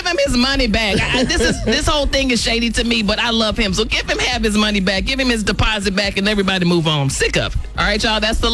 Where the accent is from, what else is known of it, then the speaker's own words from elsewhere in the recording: Chicago, Illinois, United States; I'm from Chicago, and I'm with Alton on this.